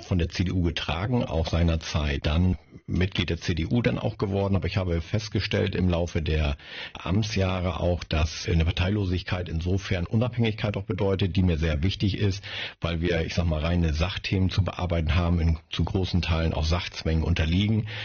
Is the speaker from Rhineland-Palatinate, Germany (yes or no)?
no; Wittmund, Lower Saxony, Germany; seit knapp 20 Jahren Bürgermeister der Stadt Wittmund, Wittmunder Jung in Wittmund, groß geworden, aufgewachsen, Schulzeit verbracht, Lehre, all die Dinge, Wehrpflicht seiner Zeit noch.